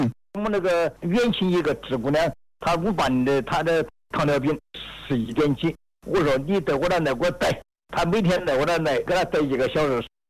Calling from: Zhongxiang, Hubei, China; 我是中强创业农场的。

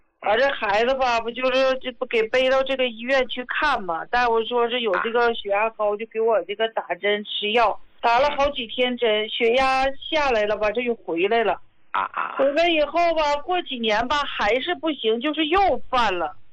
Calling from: Daqing, Heilongjiang, China; 胡老师啊，我是大庆的。

